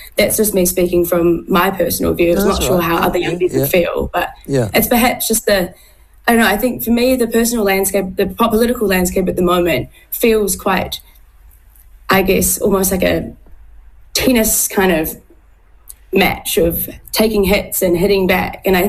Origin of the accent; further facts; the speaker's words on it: Tauranga, Bay of Plenty, New Zealand; now in Wellington, New Zealand; I'm from Tauranga, and so I know Tom Rutherford personally from school days